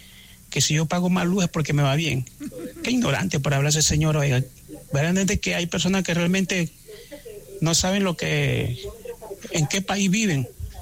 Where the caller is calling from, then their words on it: Guayaquil, Guayas, Ecuador; yo vivo en Flores Bastión